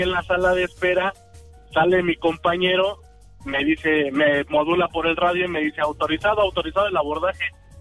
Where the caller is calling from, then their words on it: Chimalhuacán, State of Mexico, Mexico; Soy de Chimalhuacán